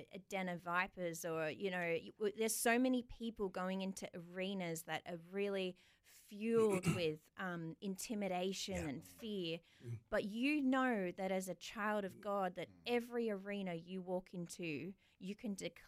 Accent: Australia

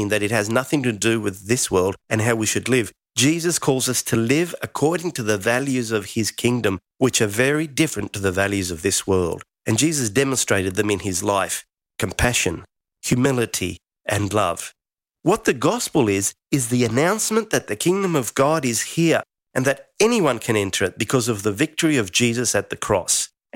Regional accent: Australia; I grew up in Australia

